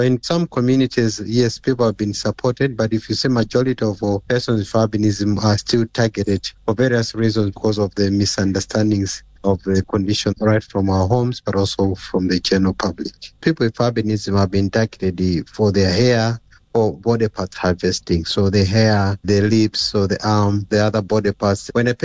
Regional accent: Malawi; It's something that we have lived and we have grown with as we're growing up in Malawi.

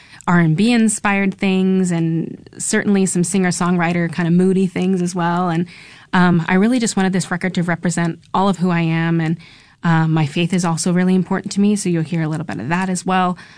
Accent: Caldwell, Idaho, United States; also born or lived in Boston; So I grew up in Caldwell, Idaho, a little town just southwest of Boise, and I made my way to Boston to study music at New England Conservatory

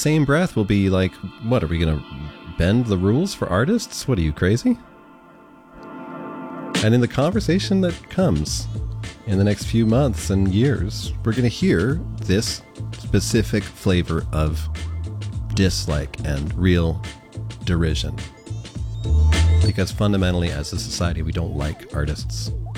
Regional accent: Burlington, Vermont, United States; A very sad thing is happening in my hometown this week in that the Radio Bean in Burlington, Vermont, a place that's close to my heart, is closing after more than 20 years.

